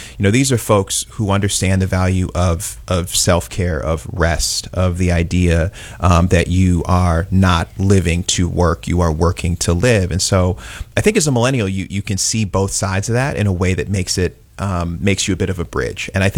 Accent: Maywood, Illinois, United States; also born or lived in Westchester, Illinois; I grew up in Maywood in Westchester. So my mother bought our house in Westchester when I was five. My grandparents lived in Maywood.

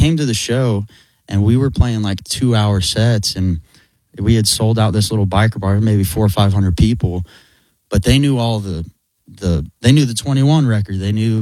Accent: Bixby, Oklahoma, United States; Bixby, Oklahoma.

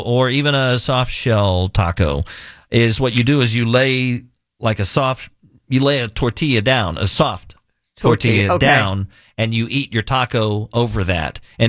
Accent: Texas, United States; growing up in Texas

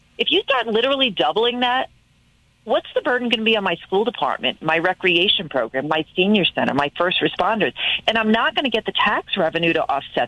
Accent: Rhode Island, United States; I'm from Rhode Island, we've got 39 communities in a state 20 miles wide.

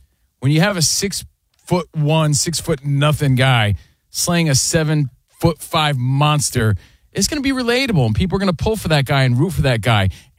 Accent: East Coast, United States; and again, we're from the East Coast.

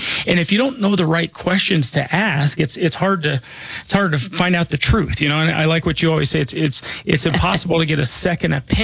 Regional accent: Denver, Colorado, United States; I was born and raised here in Denver. I went to Holly Hills Elementary School over close to Hamden and I-25. That's where I grew up.

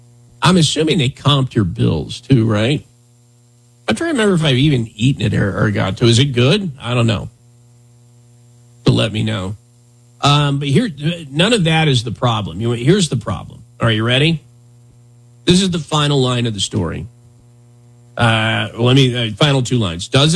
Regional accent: Wyoming, United States; when I was growing up in Wyoming

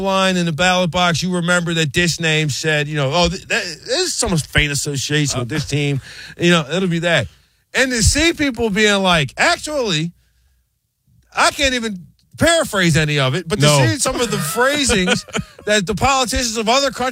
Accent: New Orleans, Louisiana, United States; I'm from New Orleans, Louisiana, born and raised

